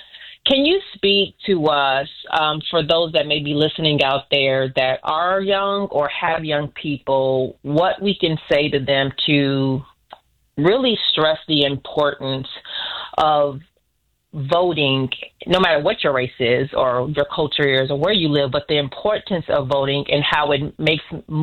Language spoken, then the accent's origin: English; Chicago, Illinois, United States; now in Florida, United States; I'm from Chicago. I just live here. I'm a Chicago girl. I just live here. Okay. Not from here.